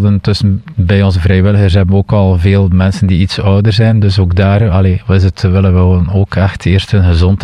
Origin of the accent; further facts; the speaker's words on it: Ostend, West Flanders, Belgium; ik kom uit Oostende en ik luister nu naar Radio Noordzee.